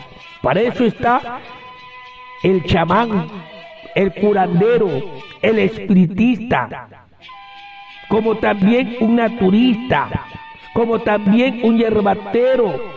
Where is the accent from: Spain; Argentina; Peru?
Peru; Huancabamba, Piura; born there; now in Olmos, Peru; en mi tierra querida Huancabamba?